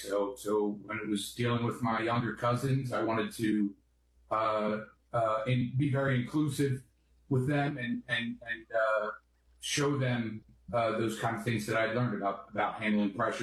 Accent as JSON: {"language": "English", "town": "Upper Darby", "region": "Pennsylvania", "country": "United States", "said": "My family's from outside of West Philadelphia in Upper Darby."}